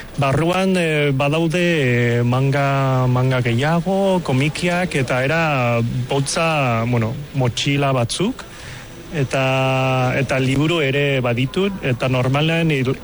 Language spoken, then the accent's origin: Basque; San Sebastián, Basque Country, Spain; born there; Basque is a second language; moved away as an adult; also born or lived in Hong Kong / Amorebieta; now in Tolosa, Spain; Hongkongen jaio nintzen, eta txikitan bai, agian duela 15 urte iritsi nintzen Donostian, baina euskeraz ikasi nuen duela bi urte.